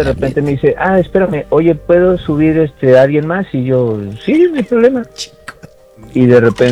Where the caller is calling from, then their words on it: Guadalajara, Jalisco, Mexico; De Guanatos